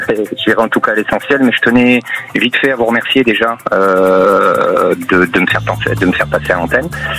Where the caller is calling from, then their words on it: Pau, Nouvelle-Aquitaine, France; je vous appelle de Pau.